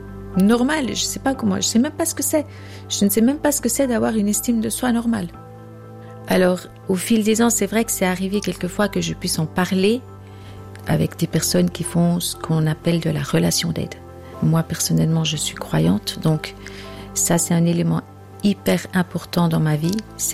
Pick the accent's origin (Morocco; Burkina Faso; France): Burkina Faso; Moi, je suis née au Burkina Faso, de parents missionnaires, et c'était très bien comme ça. Ils m'ont donné beaucoup d'amour, d'affection. J'ai été dans une école là-bas.